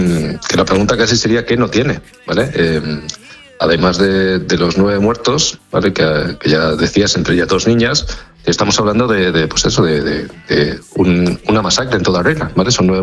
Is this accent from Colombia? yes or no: no; Extremadura, Spain; que en mi tierra, que en Extremadura, había ocurrido esto. Es decir, cuando yo era pequeño, digamos, nadie me contaba que había pasado esto.